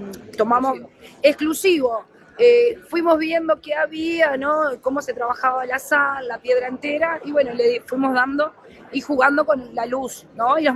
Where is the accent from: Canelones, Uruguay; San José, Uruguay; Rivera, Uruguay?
Canelones, Uruguay; Ciudad de la Costa; nosotros somos de Ciudad de la Costa